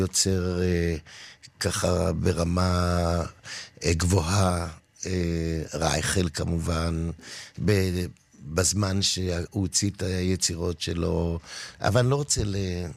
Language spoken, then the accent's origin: Hebrew; Givatayim, Tel Aviv District, Israel; אבל בגיל שנה וחצי כבר עברנו לגבעתיים, אבל אני לא גדלתי כל כך, גדלתי בגבעתיים